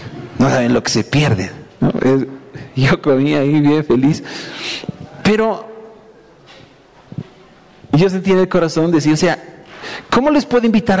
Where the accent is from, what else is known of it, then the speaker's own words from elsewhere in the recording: Bolivia; Yo como boliviano, mi esposa y mis hijos, la sarta de pollo